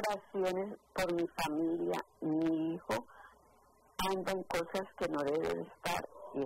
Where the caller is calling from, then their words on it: Jersey City, New Jersey, United States; Me llama de Jersey City.